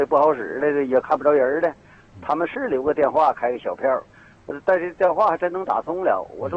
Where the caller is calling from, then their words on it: Linghai, Liaoning, China; 我家是临海市石山镇一马方村。